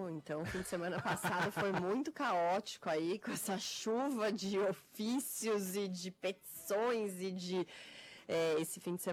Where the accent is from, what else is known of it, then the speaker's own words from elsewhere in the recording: Brazil; Eu tava com um grupo de amigos e a gente falava, gente, a gente é brasileiro